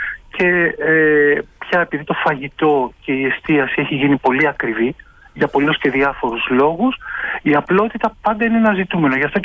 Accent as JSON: {"language": "Greek", "country": "Greece", "said": "όσο αφορά εμάς σαν Έλληνες."}